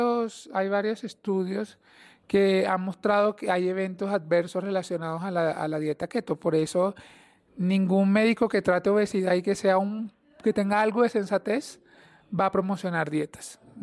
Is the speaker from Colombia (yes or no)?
yes; Magangué, Bolívar, Colombia; moved away; also born or lived in Bucaramanga, Santander; Orgullosamente, no soy santanderiano, soy de la costa, soy de Magangué, Bolívar, pero soy un santanderiano adoptado, 5 años viví en Bucaramanga.